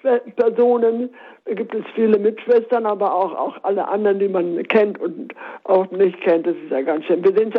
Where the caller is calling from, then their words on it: Nordwalde, North Rhine-Westphalia, Germany; Von Nordwalde, das ist bei Münster.